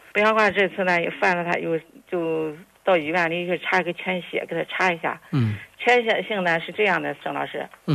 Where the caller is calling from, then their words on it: Lianyungang, Jiangsu, China; 我连云港的。